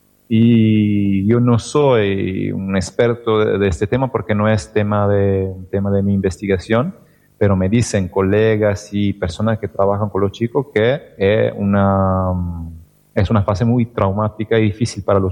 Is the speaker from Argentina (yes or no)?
no; Italy; Spanish is a second language; now in Tenerife, Spain; Yo soy italiano, no uso mi idioma en la investigación. Entonces, siempre soy extranjero, la verdad, en lo que hago.